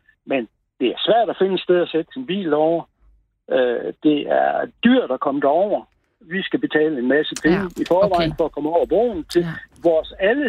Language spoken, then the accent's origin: Danish; West Jutland, Denmark; Nu er jeg vestjyde, så jeg er jo rimelig